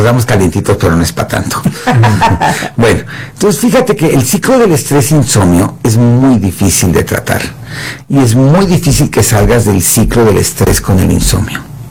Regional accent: Coacalco, State of Mexico, Mexico; No, ¿qué te pasa? ¿Por qué te metes con Coacalco?

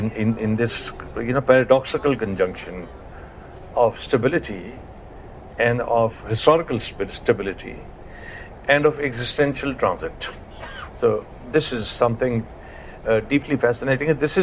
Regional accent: Delhi, India; also born or lived in Punjab; So when I was born in Punjab, I landed up in Delhi as a child, and it is a refugee colony where everyone is suspicious of everyone else.

